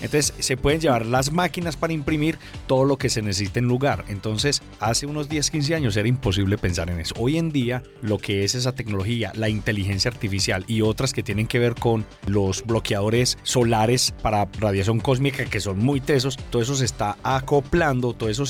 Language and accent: Spanish; Colombia; no solamente como personas, seres humanos, sino también como colombianos